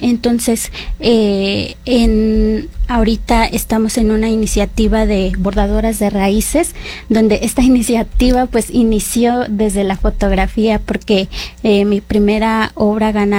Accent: Tenango de Doria, Hidalgo, Mexico; de donde soy originaria, de la comunidad de Santa Mónica Tenango de Doria, pues, Hidalgo. Pues soy pues una mujer otomí, hablante de la lengua ñuhu.

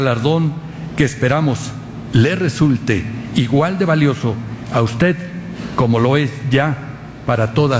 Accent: Mexico

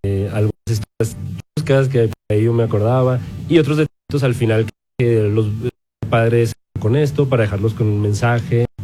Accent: Caborca, Sonora, Mexico; el muchacho de Caborca Sonora, que le gusta escribir, que le gusta el cine

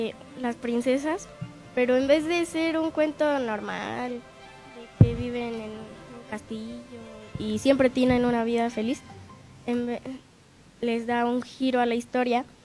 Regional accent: Mineral de la Reforma, Hidalgo, Mexico; Yo vengo de Mineral de la Reforma.

